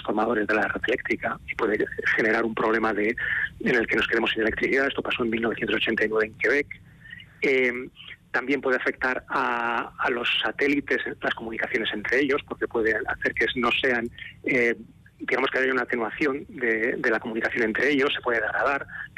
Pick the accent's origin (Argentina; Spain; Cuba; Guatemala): Spain; Pamplona, Navarre; Decía, soy de Lodosa, en realidad son mis padres, yo soy de Pamplona, y mis abuelos, pero allí vive mi hermano